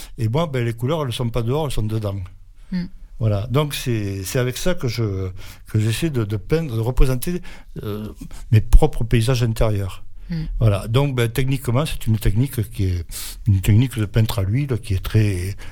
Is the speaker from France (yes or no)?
yes; south of France, France; moved away as an adult; now in Île-de-France, France; moi j'habite en Île-de-France, ça fait 40 ans, 42 ans maintenant, et je suis originaire du Midi.